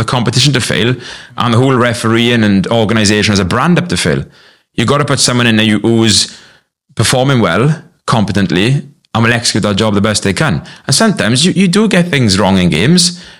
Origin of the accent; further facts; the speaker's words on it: Wales, United Kingdom; As Welsh officials